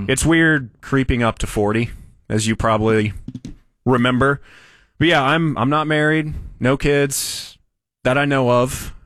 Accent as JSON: {"language": "English", "town": "Denton", "region": "Texas", "country": "United States", "said": "made it down here to my home, I'm from Denton originally, came back, started interning here"}